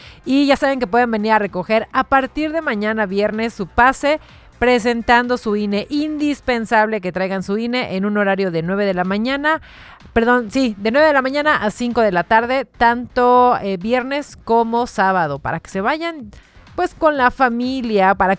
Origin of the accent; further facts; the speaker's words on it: Mexico; como buenos mexicanos que somos